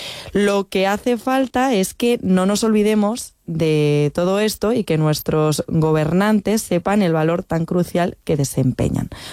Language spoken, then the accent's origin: Spanish; Miranda de Ebro, Castile and León, Spain; cuando yo he estudiado fuera, a veces te preguntaban de dónde eres. Mucha gente no conoce dónde está Miranda de Ebro